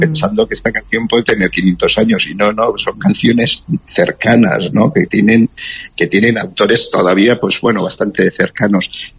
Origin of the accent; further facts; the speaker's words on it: Hernani, Basque Country, Spain; en Hernani, de donde soy yo